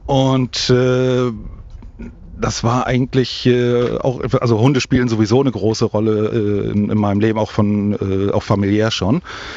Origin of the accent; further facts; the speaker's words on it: Osnabrück, Lower Saxony, Germany; ich bin ja gebürtiger Osnabrücker